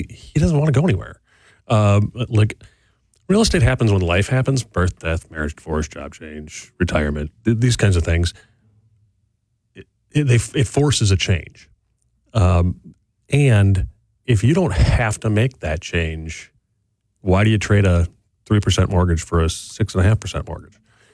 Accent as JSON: {"language": "English", "town": "Whitefish Bay", "region": "Wisconsin", "country": "United States", "tie": "born or raised there", "lives_now": "Wauwatosa, United States", "said": "Yeah. You know, I grew up in Whitefish Bay. I live in Wauwatosa now."}